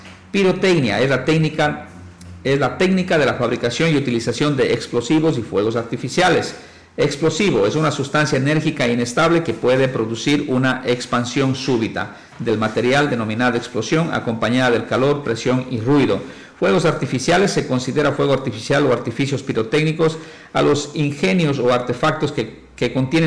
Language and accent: Spanish; Sucúa, Morona Santiago, Ecuador; Se ha convertido, digamos, en una tradición como ecuatorianos, como sucueños, en las fiestas de Sucúa siempre hemos estado acostumbrados al tema de los cohetes, de los ruidos, de los silbadores, de los diablillos. Y las personas que tenemos, creo que yo, más de 40 años